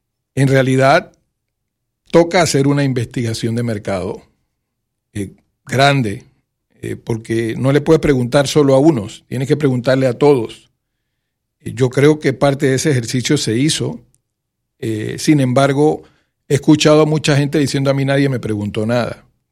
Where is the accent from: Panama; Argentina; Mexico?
Panama; qué somos los panameños